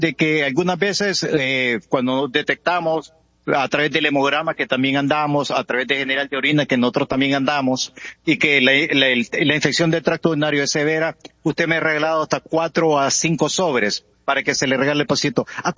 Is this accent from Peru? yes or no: no; Honduras; Nosotros somos hondureños